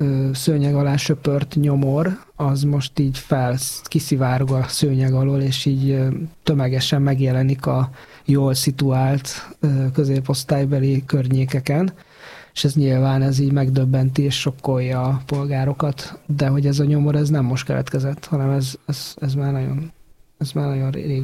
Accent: Kecskemét, Bács-Kiskun, Hungary; mondjuk én szülővárosomban, Kecskeméten is látom, hogy szinte ugyanaz megy, mint Budapesten

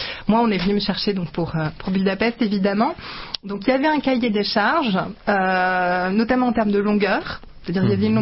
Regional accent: France; je suis née en France de parents hongrois. Mm-hmm. Donc, comme beaucoup d'enfants d'immigrés ou d'émigrés, immigrés, tout dépend d'où on regarde les choses, j'ai grandi dans cette situation où donc on était plutôt en France à ce moment-là.

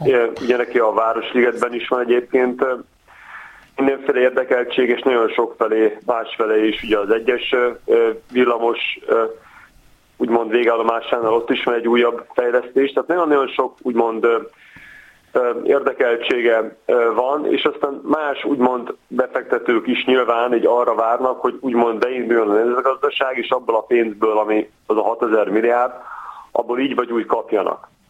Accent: Óbuda, Budapest, Hungary; én is ugye részben óbudai vagyok

